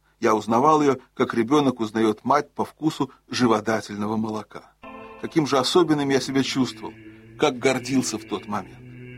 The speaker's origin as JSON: {"language": "Russian", "country": "Norway", "said": "Монах из Греции, я из Норвегии."}